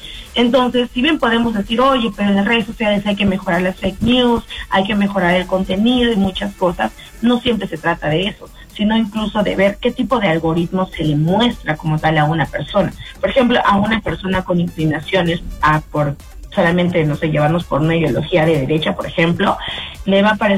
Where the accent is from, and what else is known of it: Peru